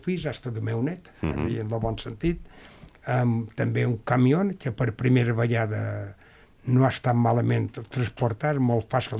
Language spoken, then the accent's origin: Catalan; Mallorca, Balearic Islands, Spain; un meu pecat de mal mallorquí